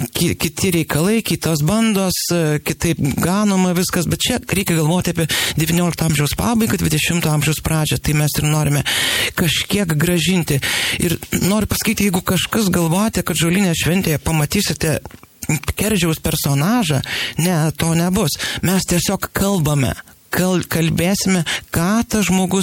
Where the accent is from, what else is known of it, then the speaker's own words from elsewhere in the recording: Aukštaitija, Lithuania; mes esame aukštaičiai